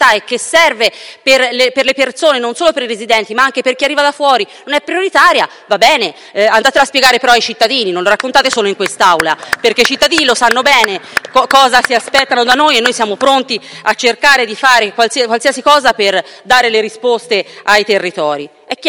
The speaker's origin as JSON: {"language": "Italian", "region": "Tuscany", "country": "Italy", "said": "essendo toscana"}